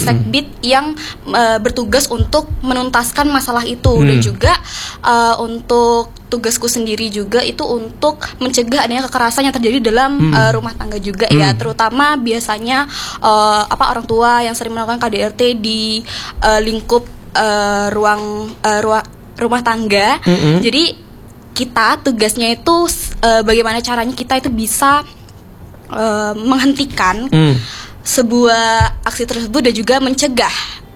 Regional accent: Jember, East Java, Indonesia; Oh, kalau saya sendiri asli Jember.

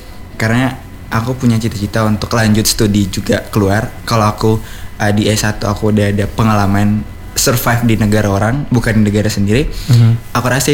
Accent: Kupang, East Nusa Tenggara, Indonesia; Dari Kupang asli.

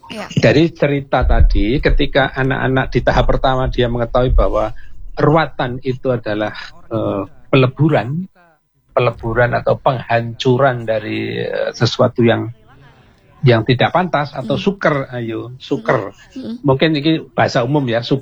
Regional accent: Madiun, East Java, Indonesia; now in Malang, Indonesia; kita asli dari Madiun

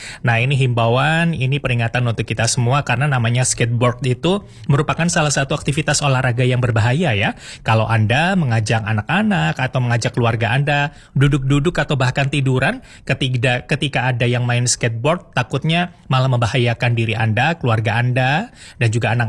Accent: Malang, East Java, Indonesia; kita sebagai warga Kota Malang

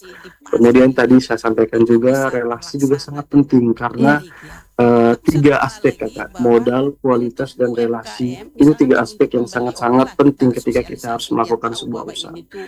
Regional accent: East Nusa Tenggara, Indonesia; Jadi menurut saya tidak malu ketika saya berasal dari Nusa Tenggara Timur, malah saya sangat bangga

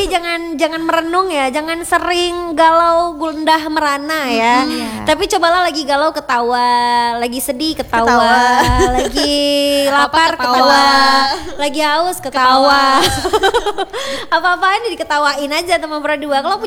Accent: Aceh, Indonesia; kalau kita orang Aceh itu sanga-sanga.

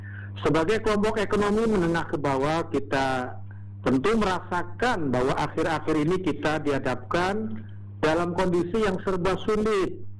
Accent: Java, Indonesia; kalau kita orang Jawa sering dikenalnya dengan bulan Maulud.

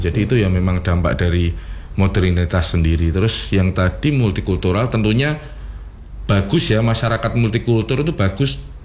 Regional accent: Java, Indonesia; di kami orang Jawa sendiri

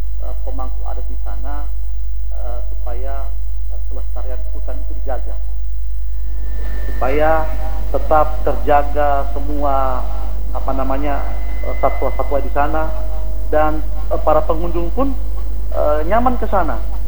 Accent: Sigi, Central Sulawesi, Indonesia; now in Palu, Indonesia; Karena saya sendiri juga orang Sigi, cuma karena selama tinggal di Palu.

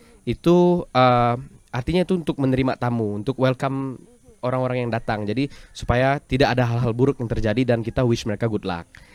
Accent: West Kalimantan, Indonesia; Namanya kan kita di Kalimantan Barat, khususnya di Kabupaten Sanggau, mayoritasnya kan kita orang Dayak nih.

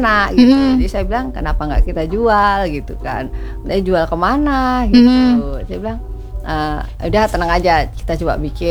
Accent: Tanjung Pinang, Riau Islands, Indonesia; also born or lived in Klaten, Central Java; Saya itu ikut merantau ibu saya di kelas 1 SD.

